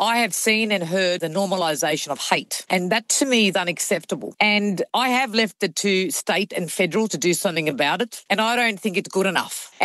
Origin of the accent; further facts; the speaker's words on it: Australia; And I said, I'm not Jewish. I'm just an Australian.